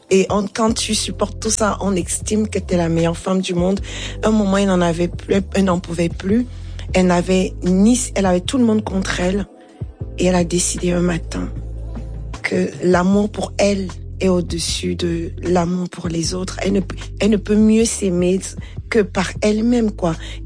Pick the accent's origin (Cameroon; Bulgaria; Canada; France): Cameroon; Chez les Béti, chez nous, au Cameroun, on va dire le nkoul.